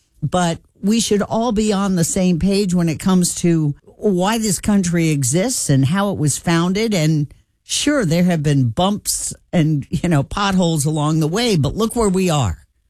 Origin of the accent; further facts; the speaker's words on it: United States; but knowing that, hey, I'm American.